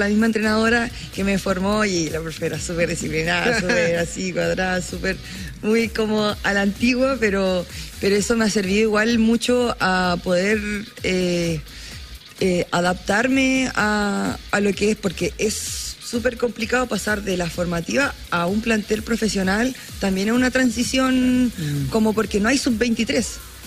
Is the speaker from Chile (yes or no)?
yes; Achao, Los Lagos, Chile; also born or lived in Castro; Bueno, yo soy de Chiloé.